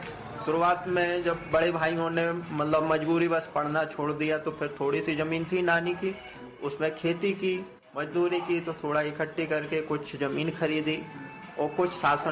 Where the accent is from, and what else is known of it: Madhya Pradesh, India; born there